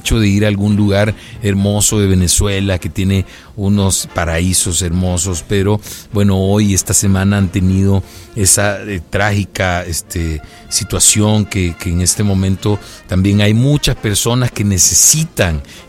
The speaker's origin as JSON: {"language": "Spanish", "country": "El Salvador", "said": "así como los salvadoreños, ¿verdad? Que somos bien queridos, pues donde uno va y todo."}